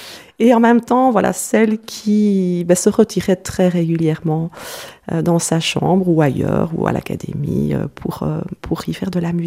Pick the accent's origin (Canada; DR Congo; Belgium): Belgium; Sambreville, Wallonia; j'ai grandi à Sambreville, dans le village d'Arcimon. Alors, donc, le village se situe dans la commune de Sambreville, exactement entre Namur et Charleroi.